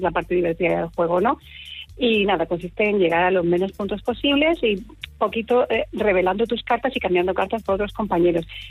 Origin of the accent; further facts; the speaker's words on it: Region of Murcia, Spain; now in Belfast, United Kingdom; Yo soy murciana.